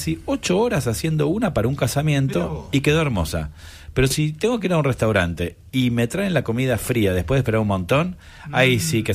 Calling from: Banfield, Buenos Aires Province, Argentina; de Banfield.

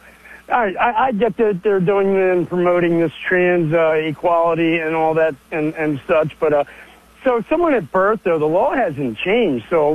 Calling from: Delaware, United States; from Delaware.

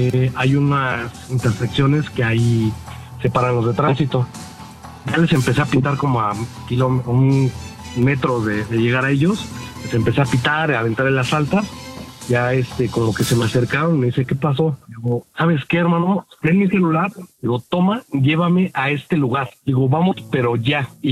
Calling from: Mexico City, Mexico; De la poderosísima CDMX.

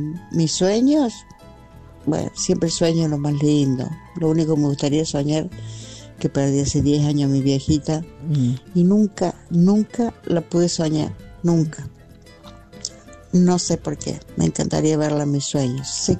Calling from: Argentina; de Barrio Lilas de Horizonte

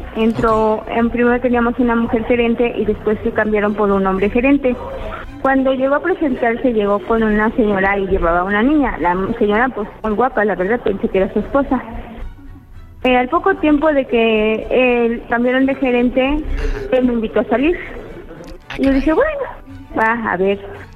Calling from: Orizaba, Veracruz, Mexico; 45 años y de Orizaba, Veracruz.

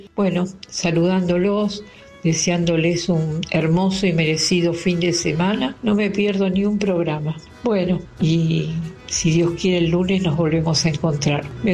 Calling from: Buenos Aires, Argentina; de Caballito

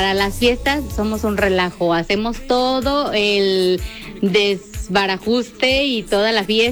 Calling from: Mexico; Yo soy de las más orgullosas de ser mexicana.

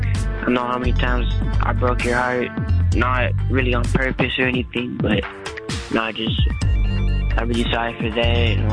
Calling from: Tucson, Arizona, United States; from Tucson, Arizona.

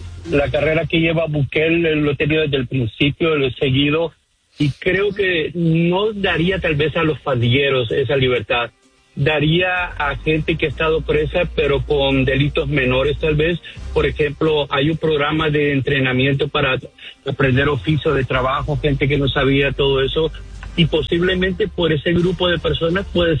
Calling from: New Jersey, United States; soy de Nueva Jersey

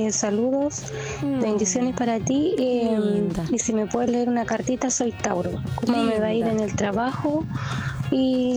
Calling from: Los Andes, Valparaíso, Chile; Soy de Los Andes.

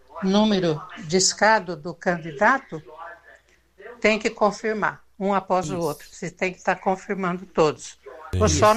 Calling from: Santa Bárbara d'Oeste, São Paulo, Brazil; de Santa Bárbara do Oeste.

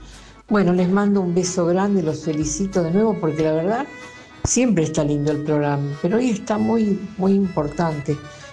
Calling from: Buenos Aires, Argentina; de Coghlan.

